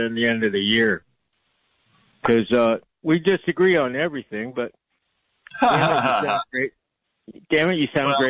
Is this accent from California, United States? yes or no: yes; Santa Cruz, California, United States; Well, I'm 73. I grew up in Santa Cruz.